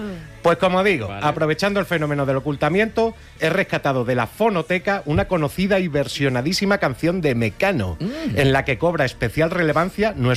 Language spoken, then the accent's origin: Spanish; Almendralejo, Extremadura, Spain; Es que nosotros siempre hemos hecho ese juego en mi pueblo.